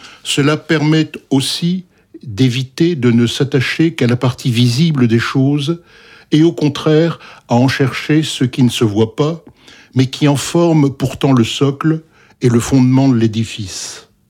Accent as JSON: {"language": "French", "town": "Lille", "region": "Hauts-de-France", "country": "France", "tie": "born or raised there", "moved": "as an adult", "said": "je suis resté 20 ans à Lille, donc c'est là que je suis né."}